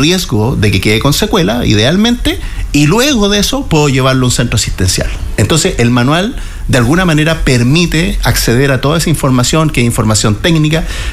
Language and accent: Spanish; Hualañé, Maule, Chile; muy orgullosamente soy de Gualañé, así que voy a ocupar un ejemplo de mi tierra.